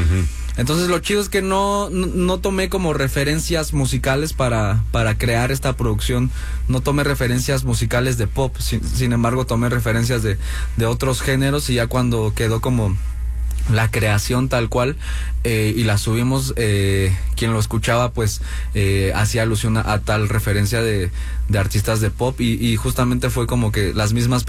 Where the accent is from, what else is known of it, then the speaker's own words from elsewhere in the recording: Gustavo A. Madero, Mexico City, Mexico; yo crecí en la Gustavo Amadero, ¿no? Una colonia de por... una delegación de por acá